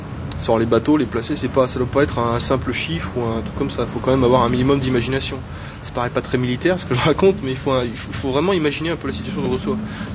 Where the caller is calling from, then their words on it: Maisons-Alfort, Île-de-France, France; À Maison-Alfort, dans le Val-de-Marne, en banlieue parisienne.